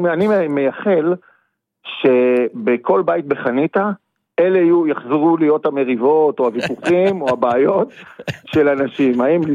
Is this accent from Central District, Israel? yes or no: yes; Tzofit, Central District, Israel; also born or lived in Jerusalem; אני נולדתי בך בירושלים, ורוב חיי גרתי בכלל ממושב צופית, ליד כפר סבא בשרון